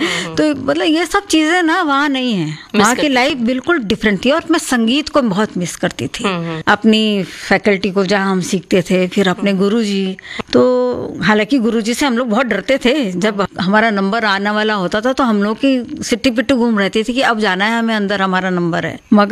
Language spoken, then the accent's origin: Hindi; North India, India; तो देखिए, मैं तो नॉर्थ इंडियन हूँ